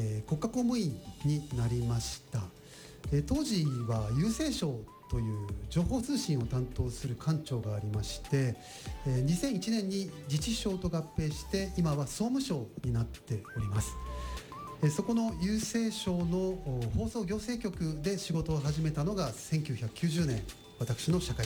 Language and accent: Japanese; Ichinomiya, Aichi, Japan; moved away as an adult; also born or lived in Tokyo; 私はもともと美西市の出身だったんですが、今は美西市も一宮市ということでですね、ふるさとに帰ってきて市長を11年前からやっております。